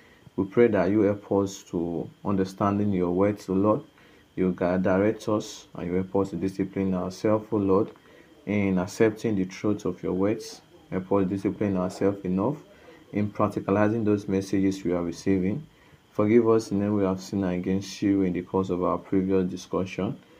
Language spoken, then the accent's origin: English; Okada, Edo, Nigeria